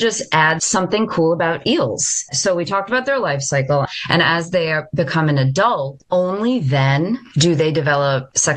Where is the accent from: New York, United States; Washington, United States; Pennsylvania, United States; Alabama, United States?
New York, United States; Long Island; growing up on Long Island